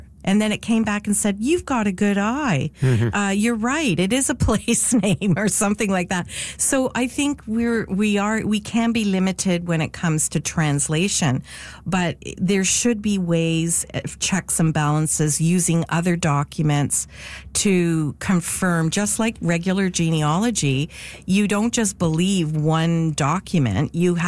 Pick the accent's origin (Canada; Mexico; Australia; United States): Canada; I'm so Canadian. I say please and thank you to an AI